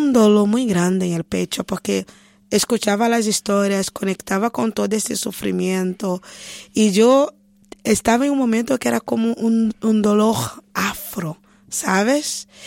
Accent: Brazil; primero me ven una mujer africana y después que digo que soy brasileña, que me escuchan hablar, que viene esta idea de latinidad brasileña

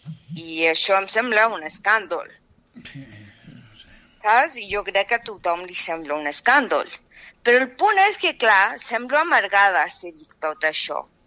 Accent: Chile; soy chilena

